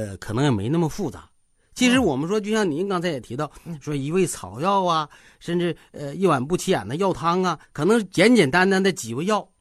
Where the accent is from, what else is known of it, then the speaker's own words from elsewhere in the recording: Northeast China, China; accent: Northeastern; 我老家，你听我这口音能听出来